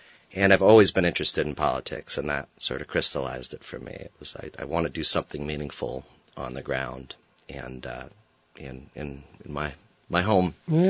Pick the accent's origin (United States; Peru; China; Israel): United States; Thetford, Vermont; Well, I grew up in Thetford, Vermont, and graduated from Thetford Academy in 2004, and ended up sticking around Vermont for a year.